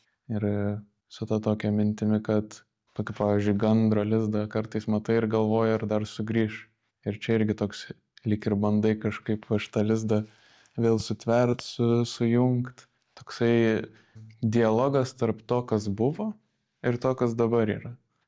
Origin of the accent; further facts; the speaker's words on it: Kaunas, Kaunas County, Lithuania; Aš esu iš Kauno, esu baigęs Vilniaus dailės akademiją Kauno fakultetą, bakalauro ir magistro studijas.